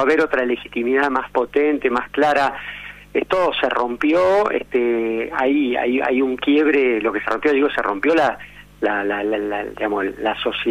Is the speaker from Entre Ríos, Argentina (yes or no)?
no; San Martín, Buenos Aires Province, Argentina; Yo soy de San Martín, me tocó gobernar esta ciudad muchos años.